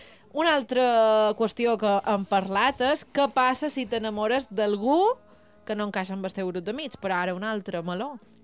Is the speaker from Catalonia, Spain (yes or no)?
no; Bunyola, Balearic Islands, Spain; És a dir, de, jo sóc de Bunyola, de qualcú de Manacor.